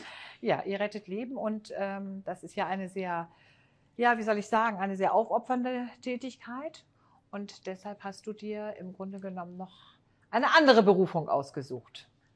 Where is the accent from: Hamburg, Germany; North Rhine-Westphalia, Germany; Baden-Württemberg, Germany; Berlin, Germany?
Hamburg, Germany; Ich bin ja Hamburgerin, das weißt